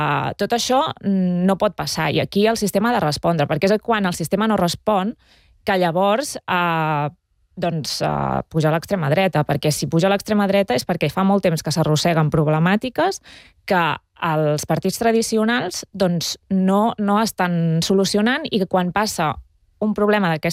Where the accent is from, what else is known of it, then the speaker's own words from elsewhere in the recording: Berga, Catalonia, Spain; jo sóc de Berga, Manresa queda a prop